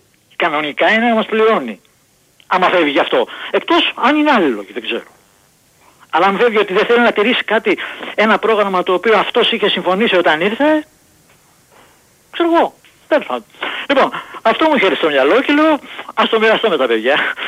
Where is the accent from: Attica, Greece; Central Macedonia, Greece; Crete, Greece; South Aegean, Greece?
Attica, Greece; Vyronas; είμαι από το Βύρονα.